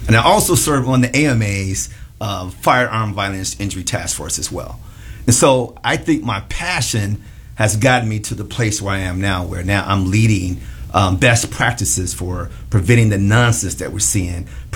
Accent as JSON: {"language": "English", "town": "Gary", "region": "Indiana", "country": "United States", "tie": "born or raised there", "said": "where I grew up at in Gary"}